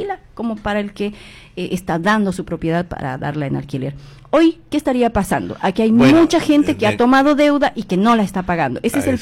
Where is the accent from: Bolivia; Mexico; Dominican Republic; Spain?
Bolivia; now in Argentina; Nosotros como bolivianos, y no sé si lo has podido notar al interactuar con nosotros en la comunidad boliviana